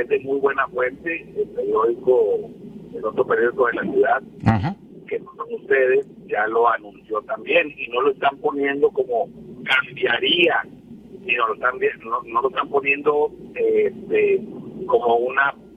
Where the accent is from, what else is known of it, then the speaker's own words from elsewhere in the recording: Mexico; A mí sí, aunque soy mexicano, creo que en el hipotético caso que México llegara a ganar